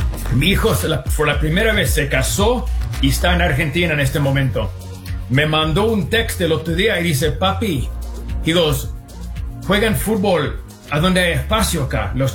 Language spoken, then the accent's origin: Spanish; United States; nosotros como americanos